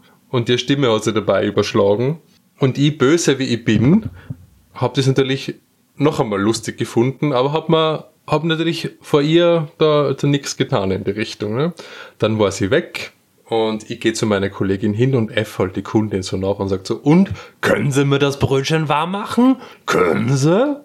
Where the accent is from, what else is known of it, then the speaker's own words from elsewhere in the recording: Austria; gerade als Österreicher ist man ja so stolz auf sein Gebäck.